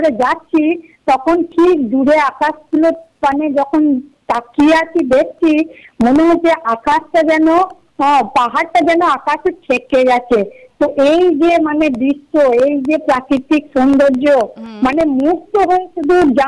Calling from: West Bengal, India; বাড়ির বীরভূম থেকে

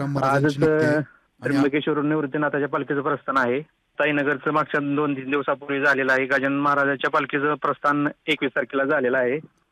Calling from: Bembale, Maharashtra, India; बेंबळे तालुका, माढा जिल्हा सोलापूर मधून.

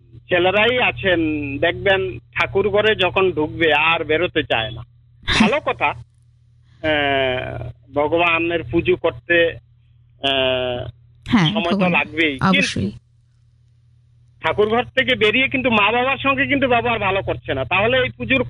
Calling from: Tripura, India

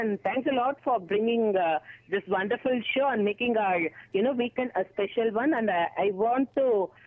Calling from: India; calling from Bellary Katpadi.

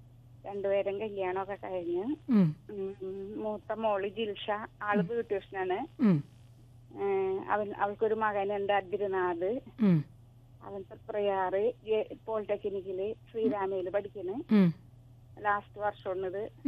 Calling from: Kodungallur, Kerala, India; ഞാൻ പുല്ലൂറ്റ് നിന്ന് വിളിക്കുകയാണ്, കൊടുങ്ങല്ലൂര് പുല്ലൂറ്റ്.

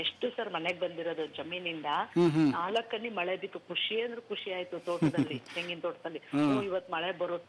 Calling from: Nerlagundi, Karnataka, India; ಕಡೆ ಕುಂದೂರು, ಈ ಕಡೆ ದಾಗಿನಕಟ್ಟೆ, ಈ ಸೈಡ್ ಹೊನ್ನಾಳಿ, ಮಧ್ಯ ನಮ್ದು. ಇಂಟೀರಿಯರ್ ಸರ್ ತುಂಬಾ ಇದು ನಮ್ಮ ಹಳ್ಳಿ.

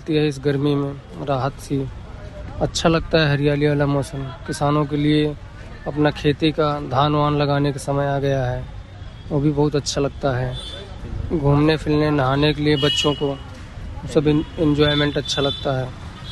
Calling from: Sultanpur, Uttar Pradesh, India; मैं सुल्तानपुर थाना कोडवार ग्राम मढ़हा से बोल रहा हूँ।

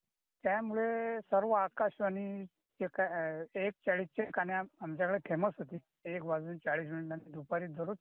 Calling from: Borala Khurd, Maharashtra, India; मुक्काम पोस्ट बोराळा खुर्द, तालुका जळगाव जामोद आणि जिल्हा बुलढाणा.

